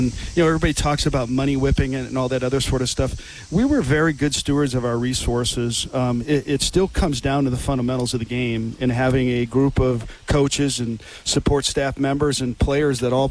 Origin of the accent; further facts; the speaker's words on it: Wisconsin, United States; I grew up here. This is a special, iconic place.